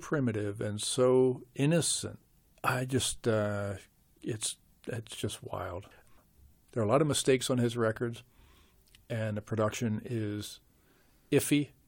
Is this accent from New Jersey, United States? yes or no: yes; New Jersey, United States; because, you know, I'm from New Jersey.